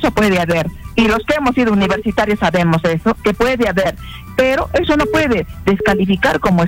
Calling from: Sacred Valley, Cusco, Peru; Le estoy llamando del Valle Sagrado.

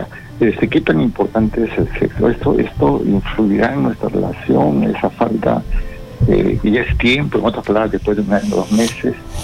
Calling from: Lima, Peru

